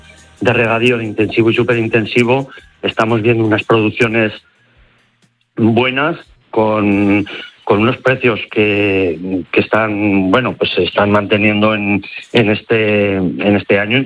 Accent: Cadrete, Aragon, Spain; hoy estoy aquí en mi pueblo, en Cadrete, al lado de Zaragoza.

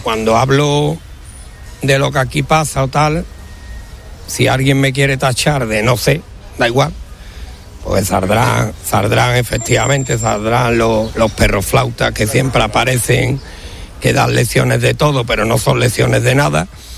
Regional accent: Gerena, Andalusia, Spain; moved away; hace 15 días estuve en Sevilla, estuve en mi pueblo, en Gerena

